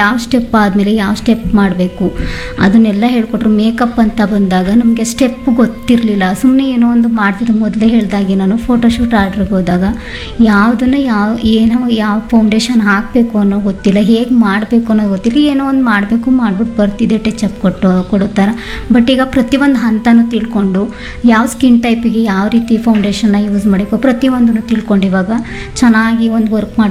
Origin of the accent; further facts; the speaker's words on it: Ramanathapura, Karnataka, India; moved away as an adult; now in Kalkunike, Hunsur, India; ನಾನು ಪ್ರಸ್ತುತ ಇವಾಗಿರೋದು ಕಲ್ಕುಣಿಕೆನೆ. ನಮ್ಮ ತಾಯಿ ಊರು ಬಂದು ರಾಮನಾಥಪುರ ಗಂಗೂರ್ ಅಂತ. ನಾನು ಹುಣಸೂರಿಗೆ ಮದುವೆ ಆಗಿದ್ದೀನಿ. ನಮ್ಮೂರು ಕಲ್ಕುಣಿಕೆ, ಹುಣಸೂರು ತಾಲೂಕು, ಮೈಸೂರು ಜಿಲ್ಲೆ.